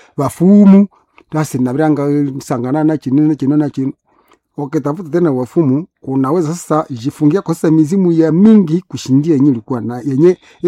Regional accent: Butembo, North Kivu, DR Congo; born there; Kuna jamaa mingi tulizaliwa hapa Butembo.

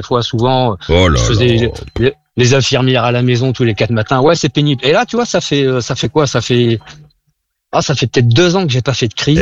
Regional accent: Limoges, Nouvelle-Aquitaine, France; Oh, je suis de Limoges

